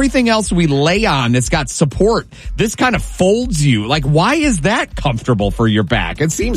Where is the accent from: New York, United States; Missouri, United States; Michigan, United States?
New York, United States; now in South Florida, United States; I didn't grow up in South Florida. I grew up in New York, where it wasn't as hot, but we never had air conditioning.